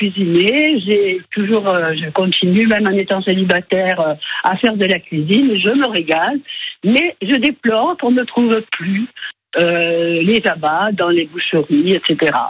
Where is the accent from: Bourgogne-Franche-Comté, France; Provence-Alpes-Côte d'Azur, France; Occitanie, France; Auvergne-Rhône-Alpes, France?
Provence-Alpes-Côte d'Azur, France; Nice; je suis une vraie niçoise